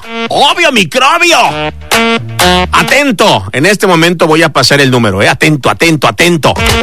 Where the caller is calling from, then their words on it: Yaxcabá, Yucatán, Mexico; Aquí te escuchamos, saludos desde Yashkabá, Yucatán.